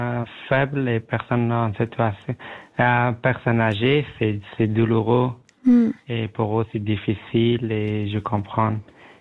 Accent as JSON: {"language": "French", "country": "Afghanistan", "second_language": "French", "said": "Oui, moi, je suis d'origine afghane."}